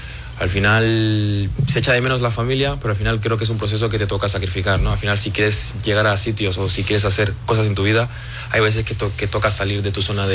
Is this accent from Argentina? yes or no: no; Barcelona, Catalonia, Spain; moved away; Yo soy de Barcelona